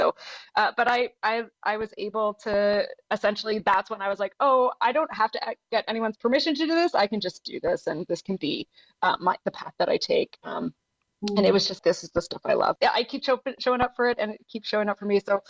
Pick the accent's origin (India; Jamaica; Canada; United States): Canada; Ontario; moved away; also born or lived in Quebec; I grew up in Southern Ontario, but then lived most of my life in Quebec.